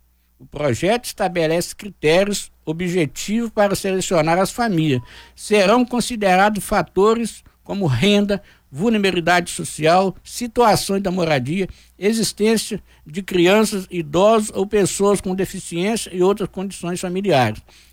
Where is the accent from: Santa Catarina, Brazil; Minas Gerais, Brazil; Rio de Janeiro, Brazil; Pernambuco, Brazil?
Minas Gerais, Brazil; born there; lá em Silveira Carvalho, onde eu nasci